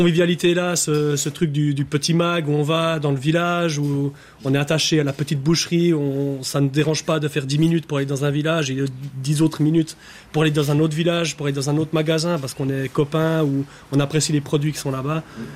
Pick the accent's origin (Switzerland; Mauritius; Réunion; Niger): Switzerland; Jura; les Jurassiens